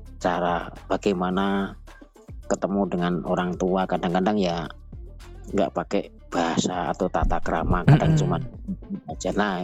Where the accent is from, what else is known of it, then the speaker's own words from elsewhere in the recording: Indonesia; Apalagi kita sebagai orang Jawa tetap harus menjaga etika juga.